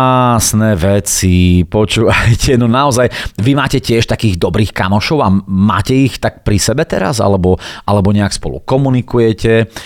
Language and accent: Slovak; Bardejov, Prešov Region, Slovakia; narodil som sa v Bardejove, v takom malom mestečku a býval som v takej bytovke Kapiaťka